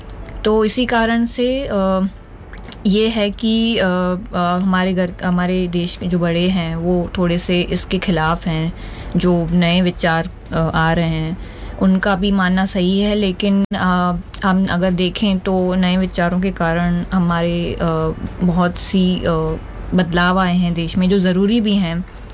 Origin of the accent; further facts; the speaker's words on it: Pune, Maharashtra, India; जैसे कि मैं पुणे से बिलोंग करती हूँ